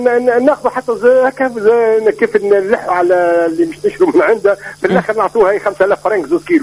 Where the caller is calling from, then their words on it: Gabès, Gabès Governorate, Tunisia; مستمع وفي من قادس